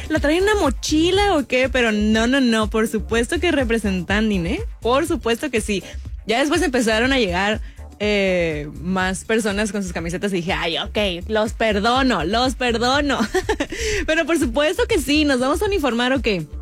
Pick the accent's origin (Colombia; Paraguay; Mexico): Mexico; now in Tijuana, Mexico; así somos los mexicanos